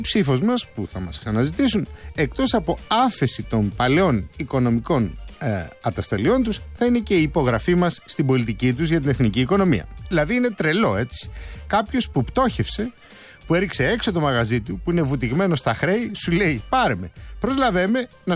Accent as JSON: {"language": "Greek", "country": "Greece"}